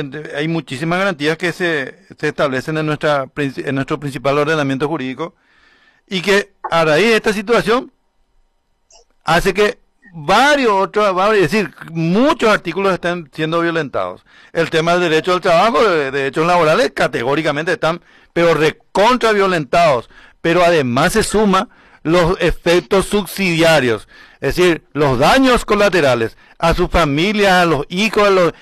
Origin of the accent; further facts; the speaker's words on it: Paraguay; como todo paraguayo que tiene la cultura de la sospecha